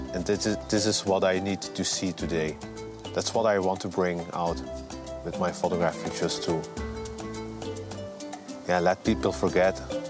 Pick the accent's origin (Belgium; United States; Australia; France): Belgium; also born or lived in Rwanda; Growing up in Belgium was very difficult. You always had the idea that you didn't belong here because of my color skin, and it was very hard to adapt.